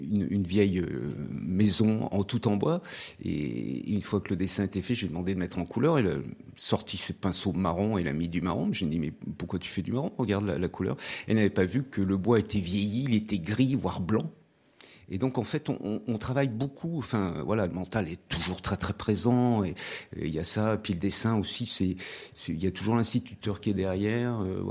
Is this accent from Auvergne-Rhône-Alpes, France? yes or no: yes; Grenoble, Auvergne-Rhône-Alpes, France; je suis grenoblois et j'ai jamais quitté Grenoble. Donc j'ai toujours travaillé à Grenoble. Je suis originaire de Savoie par mes parents, mais voilà, je n'ai jamais quitté Grenoble. J'y suis né et peut-être je vais mourir.